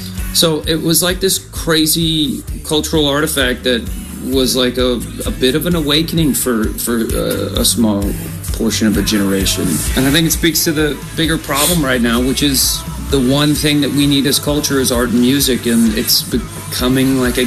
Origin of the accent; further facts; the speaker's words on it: Oklahoma, United States; We're from Oklahoma. We've always had red dirt in our shoes.